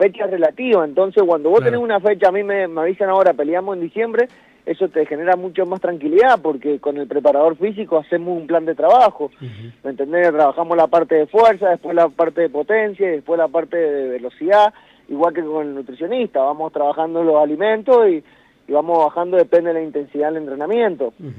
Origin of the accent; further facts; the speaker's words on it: Medrano, Mendoza, Argentina; yo soy de Medrano